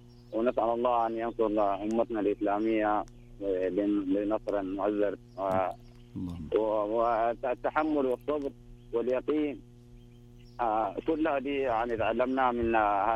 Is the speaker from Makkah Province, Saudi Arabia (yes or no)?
no; Arar, Northern Borders, Saudi Arabia; من عرعر، من عرعر، أنا من مدينة عرعر.